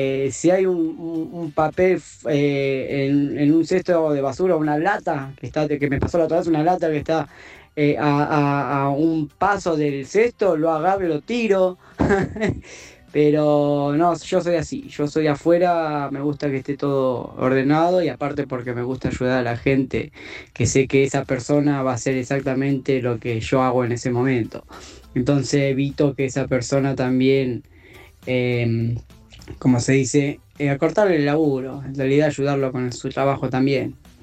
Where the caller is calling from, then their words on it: José C. Paz, Buenos Aires Province, Argentina; soy de José C. Paz.